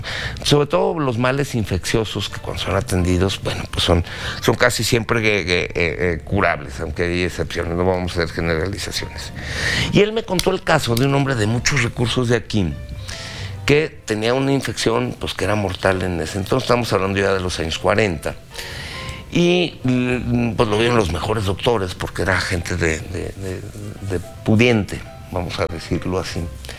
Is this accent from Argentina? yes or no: no; Mexico